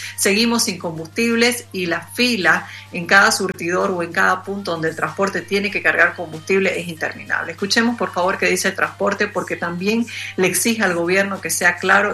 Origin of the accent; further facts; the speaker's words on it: Santa Cruz, Bolivia; y más aún como cruceños.